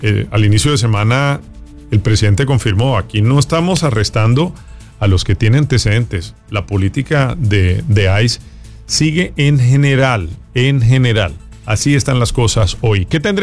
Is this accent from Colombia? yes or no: yes; Colombia; now in United States; yo recuerdo que, yo soy colombiano, recuerdo que la gente prefería irse a Venezuela que venirse para Estados Unidos.